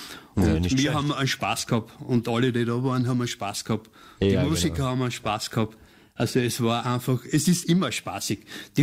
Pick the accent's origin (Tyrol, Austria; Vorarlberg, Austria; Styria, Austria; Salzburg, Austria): Styria, Austria; Soboth; Habe ich gesagt, nein, ich bin ein Steirer. Und daheim bin ich in der Sobot.